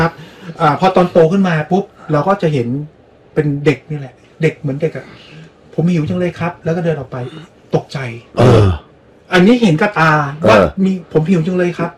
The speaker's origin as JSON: {"language": "Thai", "region": "Suphan Buri", "country": "Thailand", "said": "ผมเป็นคนสุพรรณ"}